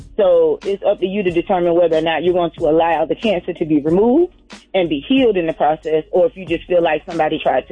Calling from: Atlanta, Georgia, United States; I'm calling from Atlanta.

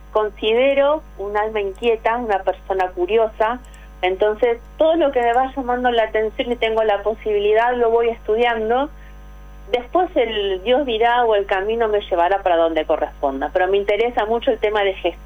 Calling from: Avellaneda, Buenos Aires Province, Argentina; Soy de Avellaneda.

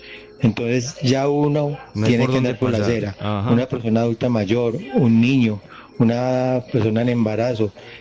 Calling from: Medellín, Antioquia, Colombia; Te hablo desde Aranjuez.

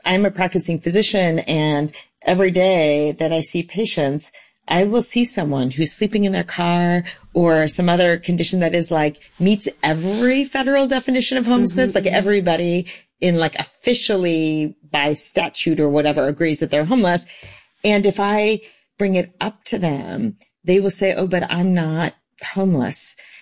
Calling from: California, United States; I'm calling in from the Bay Area, and here, like in most of California and the West Coast

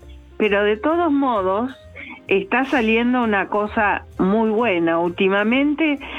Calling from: Acassuso, Buenos Aires Province, Argentina; de Acasuso.

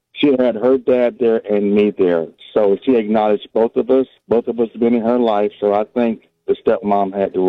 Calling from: Tampa, Florida, United States; I'm calling from Tampa, Florida.

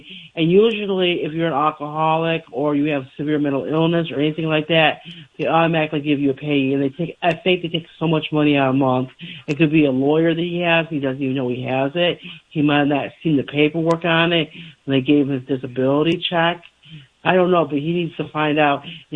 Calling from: Pontiac, Michigan, United States; I'm from Pontiac. I've called you before.

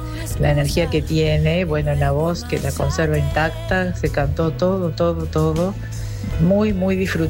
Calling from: Montevideo, Uruguay; de Cordón

